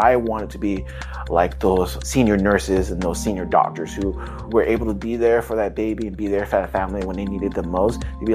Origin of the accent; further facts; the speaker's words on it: Fresno, California, United States; I grew up in Fresno, California, the Central Valley. My parents arrived in the late 1980s. We're immigrants from Vietnam.